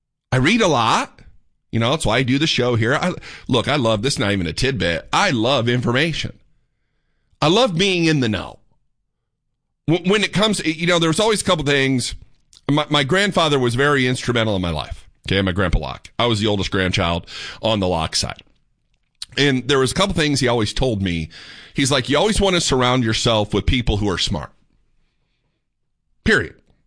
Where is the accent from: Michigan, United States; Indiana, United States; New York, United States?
Indiana, United States; So, Indiana, born and raised in Indiana, Northeast Indiana, weren't a lot of small craft breweries.